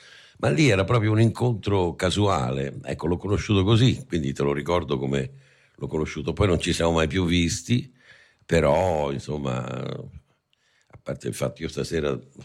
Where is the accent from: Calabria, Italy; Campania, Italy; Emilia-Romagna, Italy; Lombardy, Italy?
Campania, Italy; Naples; born there; moved away as an adult; perché i miei anni dagli 8 ai 19 sono stati proprio gli anni della crescita e della formazione, e quindi per me insomma nelle mie vene c'è anche molto colore napoletano